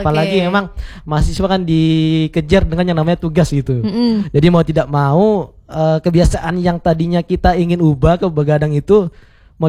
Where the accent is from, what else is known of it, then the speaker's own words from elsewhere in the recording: Polewali Mandar, West Sulawesi, Indonesia; moved away as an adult; now in Yogyakarta, Indonesia; juga kita membawa budaya kita yang berasal dari Poli Mandar